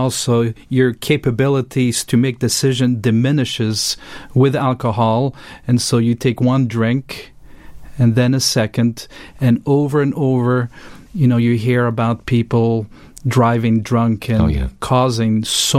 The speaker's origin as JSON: {"language": "English", "region": "Romandy", "country": "Switzerland", "said": "originally, as you can tell from my accent, I'm from overseas, and from the French-speaking part of Switzerland."}